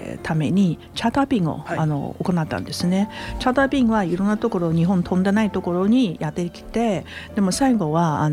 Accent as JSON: {"language": "Japanese", "country": "Taiwan", "moved": "as an adult", "lives_now": "Japan", "said": "台湾の出身なんですけど、大学卒業したら日本に参りました。もう早いんですね。47年も日本にいました。"}